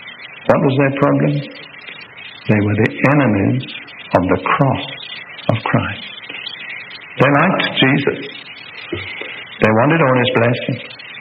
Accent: United Kingdom; now in United States; I have three citizenships. I'm an unusual person. I'm a British citizen by birth. I'm a naturalized American citizen. But I'm a citizen of the Kingdom of Heaven.

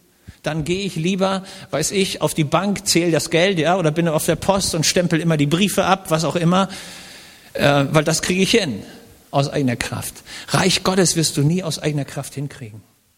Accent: Schleswig-Holstein, Germany; Ich komme aus Schleswig-Holstein. Und wenn ich in Eckernförde am Strand gesessen habe als Junge

